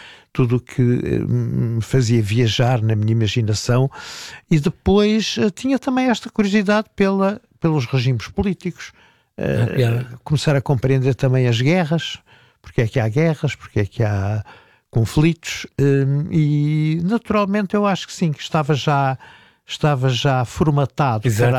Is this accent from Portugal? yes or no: yes; Redondo, Alentejo, Portugal; accent: Alentejo; Não, eu vinha do Redondo. E no Redondo eu falava como os redondenses, desta maneira.